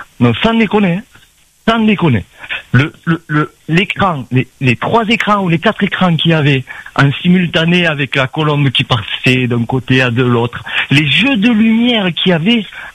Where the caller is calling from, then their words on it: Réunion; ça fait 35 ans que je suis à La Réunion